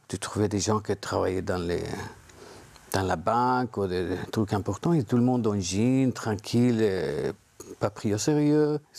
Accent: Costa Rica; moved away as an adult; also born or lived in Connecticut, United States; now in Brussels, Belgium; je viens de Costa Rica, j'ai 61 ans. Je suis à Bruxelles depuis 1992.

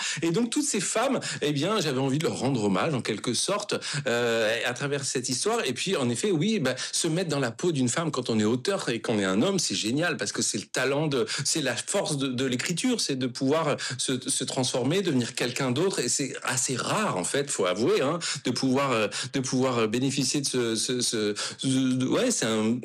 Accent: France; born there; Et donc, je suis un pur européen, vraiment. Et donc, je suis né en France

